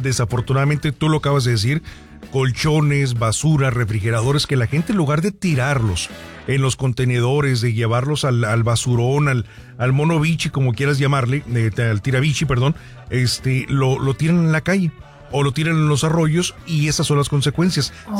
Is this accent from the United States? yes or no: no; Nogales, Sonora, Mexico; los que somos de Nogales